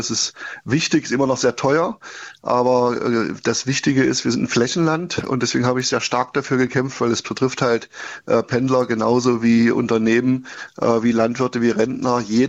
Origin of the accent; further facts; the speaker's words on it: Saxony-Anhalt, Germany; Sie hätte den Menschen in meiner Heimat Sachsen-Anhalt leider nicht geholfen.